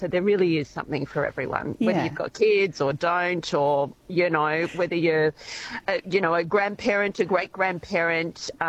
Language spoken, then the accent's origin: English; Port Fairy, Victoria, Australia; I grew up in Port Fairy